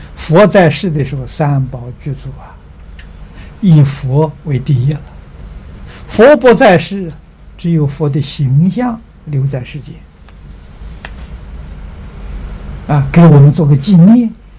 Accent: China

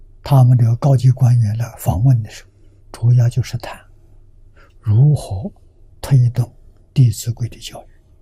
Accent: China; 我们中国人看到外国人在起步了

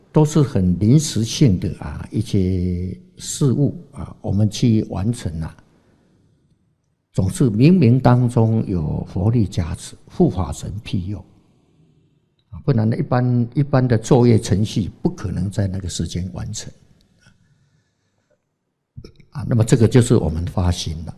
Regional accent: Taiwan; accent: Taiwanese; 老板娘听到我们是台湾口音的啊，讲台语的就特别亲切呀

